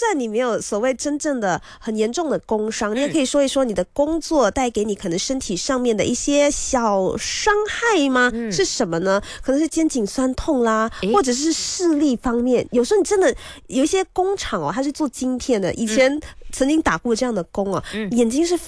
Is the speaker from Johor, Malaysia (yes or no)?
yes; Johor Bahru, Johor, Malaysia; moved away; 我们是柔佛妹子，因为我是新山人嘛